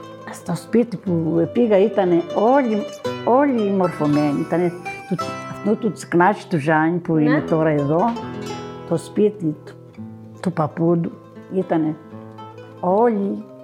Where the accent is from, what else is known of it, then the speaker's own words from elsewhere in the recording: Vorizia, Crete, Greece; Εγώ ήμουν και από τα Βορίζα, δεν ήξερα και πολλά.